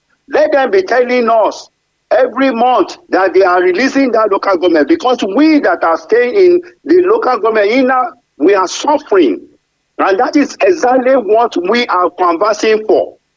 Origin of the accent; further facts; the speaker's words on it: Lagos, Nigeria; moved away; I grew up in Lagos. I'm very familiar to Lagos.